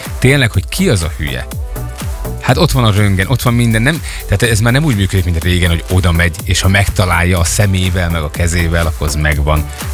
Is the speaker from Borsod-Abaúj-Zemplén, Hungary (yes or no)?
no; Szeged, Csongrád-Csanád, Hungary; Szegeden születtem, tényleg itt nőttem föl, itt csináltam mindent, eddig nem éltem máshol.